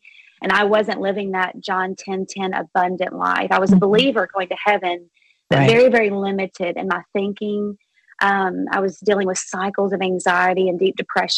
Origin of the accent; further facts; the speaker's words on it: Arkansas, United States; now in Dallas, United States; So backstory on me, Brenda, is I'm from Arkansas, you know, born and raised, as you know. I'm living in the Dallas now, but was raised in a great minister's home. So I was raised in Arkansas up until the age of 18.